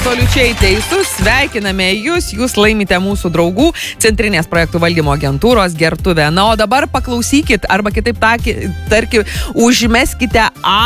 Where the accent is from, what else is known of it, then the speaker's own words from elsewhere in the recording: Druskininkai, Alytus County, Lithuania; Aš labai džiaugiuosi, kad esu kilusi iš Druskininkų.